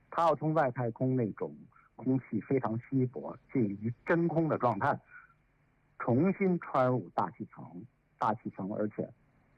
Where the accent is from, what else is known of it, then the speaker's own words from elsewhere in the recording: China; 那我们中国人尝试了第三种技术路径